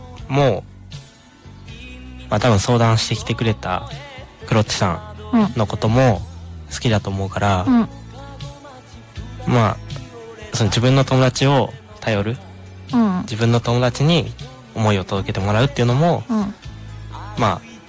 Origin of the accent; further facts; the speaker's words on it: Osaka, Japan; まあ、あとはね、大阪で育った僕には、ナイトスクープっていう番組があるんですよ。